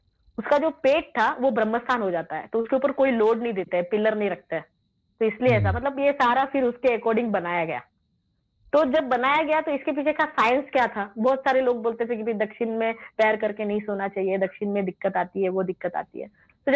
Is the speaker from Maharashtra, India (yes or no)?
yes; Nashik, Maharashtra, India; born there; मेरा जन्म नासिक में हुआ है